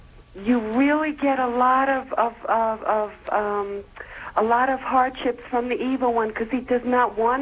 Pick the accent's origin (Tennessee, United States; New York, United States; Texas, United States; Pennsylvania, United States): New York, United States; Westchester; I'm from Westchester, New York.